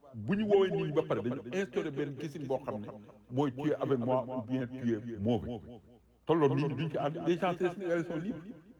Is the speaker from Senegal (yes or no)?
yes; Senegal; j'ai analysé en tant que sénégalais du Sénégal